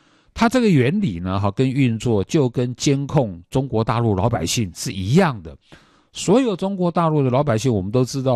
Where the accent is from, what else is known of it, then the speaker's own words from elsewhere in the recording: Taiwan; 一样用在我们台湾人的身上